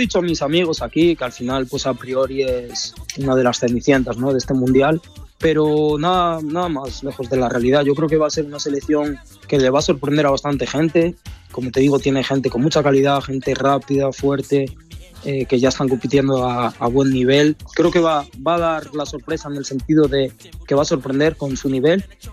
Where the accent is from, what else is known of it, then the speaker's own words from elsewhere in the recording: Spain; Mi color de piel así lo dice también, pero obviamente soy español y también me siento español.